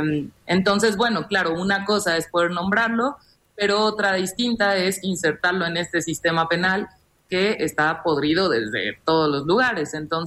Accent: Mexico

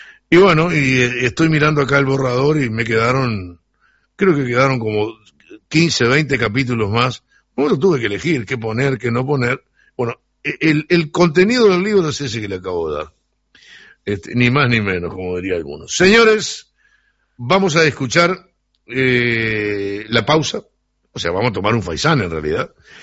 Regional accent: Sarandí, Uruguay; born there; Hay una historia que se llama Me dijiste que tenías cohetes, que tiene que ver con mi pueblo.

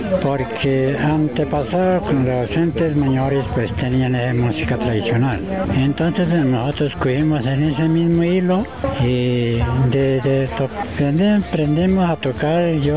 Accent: Colombia; yo soy de Solapa, ¿no? … vereda Solapa.

